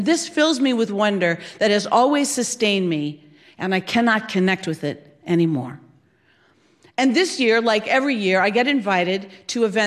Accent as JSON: {"language": "English", "region": "Wisconsin", "country": "United States", "tie": "born or raised there", "moved": "yes", "lives_now": "Long Island, United States", "said": "I grew up in Wisconsin. I live on Long Island."}